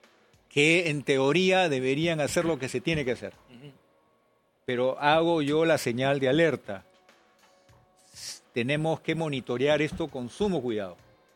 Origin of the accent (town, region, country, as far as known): Peru